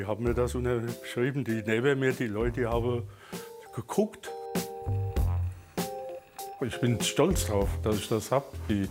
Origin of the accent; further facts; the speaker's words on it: Rhineland-Palatinate, Germany; Und ich sagte, aus der Nähe von Mainz.